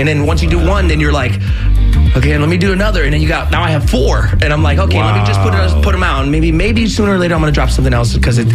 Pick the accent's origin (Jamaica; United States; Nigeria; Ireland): Jamaica; I'm Jamaican.